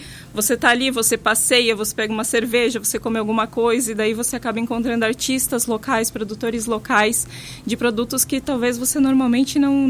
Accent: Brazil

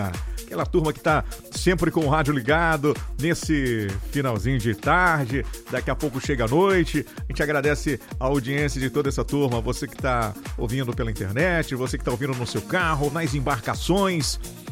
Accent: Santarém, Pará, Brazil; moved away; Lá em Santarém, principalmente, a Pérola do Tapajós, minha terra natal.

